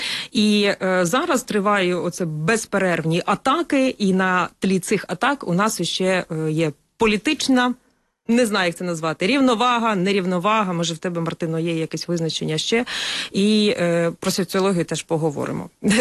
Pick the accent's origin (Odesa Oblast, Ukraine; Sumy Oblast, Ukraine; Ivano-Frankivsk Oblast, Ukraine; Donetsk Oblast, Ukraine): Sumy Oblast, Ukraine; Sumy; мої рідні Суми